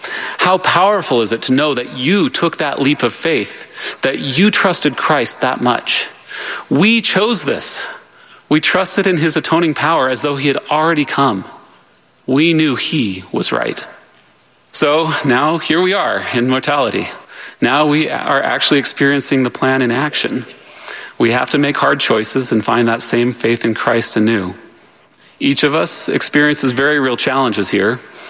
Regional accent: St. John's, Arizona, United States; and my hometown of St. John's, Arizona.

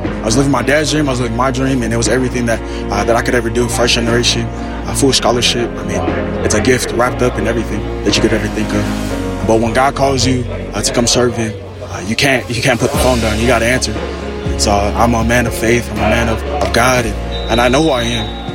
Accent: Saratoga Springs, Utah, United States; also born or lived in California; For the past 23 years, I said I'm from California, but I think it's time to switch it up. I'm from Saratoga Springs, Utah now, starting now.

